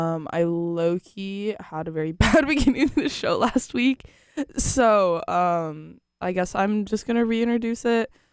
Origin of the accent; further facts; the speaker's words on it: Orange County, California, United States; now in Davis, United States; I'm from Orange County